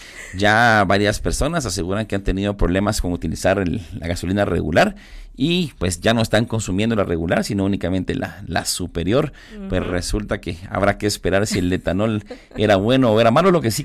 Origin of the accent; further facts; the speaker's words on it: Guatemala; somos los guatemaltecos que utilizamos un vehículo para poder movilizarnos